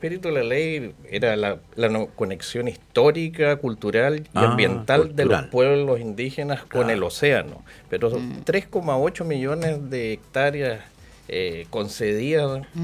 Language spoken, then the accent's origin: Spanish; Chile